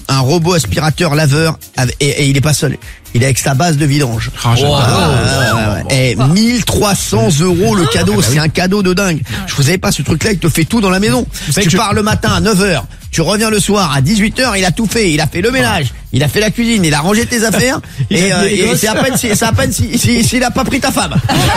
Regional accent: France; Moi, je suis français, les gars. Moi, je suis français jusqu'au bout des ongles.

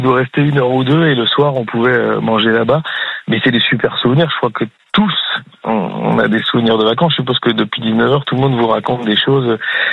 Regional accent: Brussels, Belgium; moi en tant que Belge

